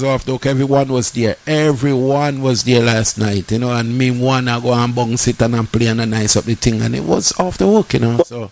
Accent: Jamaica

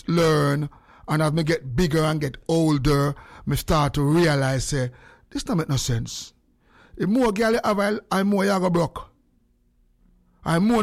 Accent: Jamaica; Remember, we come from Jamaica. Music, our message, you know? For those who don't know, we are Jamaican men. Our message, 99% of our lifestyle from Jamaica is music.

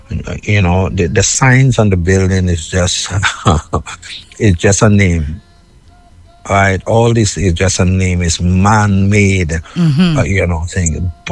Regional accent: Trinidad & Tobago; born there; Well, I'm from the kingdom. but to be exact, I was born in Trinidad and Tobago.

